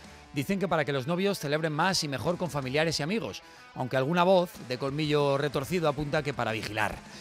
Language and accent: Spanish; Spain